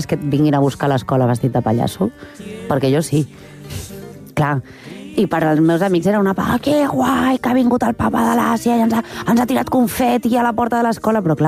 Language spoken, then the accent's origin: Catalan; Barcelona, Catalonia, Spain; a mi m'ha fet de cangur tot el barri. Tot el barri.